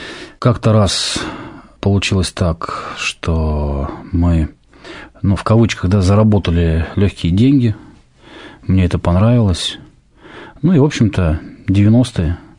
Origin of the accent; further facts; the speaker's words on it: Podolsk, Moscow Oblast, Russia; also born or lived in Novokuznetsk, Kemerovo Oblast, Russia; где-то, наверное, может быть, до 4 или до 5 лет прожил в Новокузнецке. Потом мы с мамой вдвоем переехали в Москву. И, в общем-то, с этого возраста, вот мне сейчас уже 39, мы живем здесь, в Москве, вот, если быть точнее, то Подольский район, Подольск.